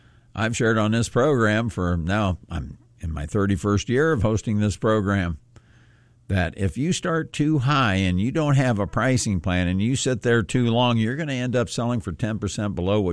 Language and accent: English; Springfield, United States; I've lived here all my life. I've never seen anything like it.